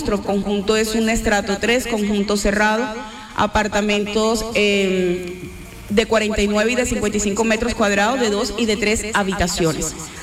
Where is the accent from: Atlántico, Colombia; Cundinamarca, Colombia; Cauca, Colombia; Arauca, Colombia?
Atlántico, Colombia; Barranquilla; Soy de Barranquilla.